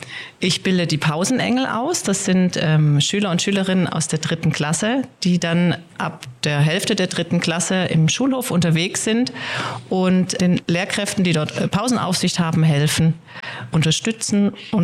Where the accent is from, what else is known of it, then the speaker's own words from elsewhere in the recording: Heilbronn, Baden-Württemberg, Germany; also born or lived in Mainz / Valencia / Cologne / Wiesbaden; now in Stuttgart, Germany; Ich komme ursprünglich aus Heilbronn, da habe ich also schon gewohnt. In Mainz habe ich studiert und während meines Studiums war ich auch ein halbes Jahr in Valencia in Spanien. Da habe ich also auch schon gewohnt. Aber mehr Wohnorte habe ich nicht.